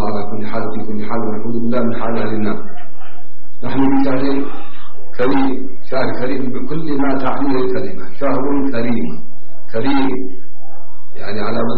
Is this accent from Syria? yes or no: no; Yemen; عندنا في اليمن